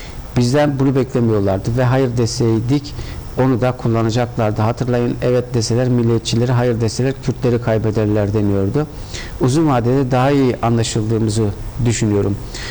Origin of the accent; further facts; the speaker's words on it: Manisa, Turkey; mesela benim şehrimde Manisa'da ağırlıklı görüş hayır vermelisiniz oldu.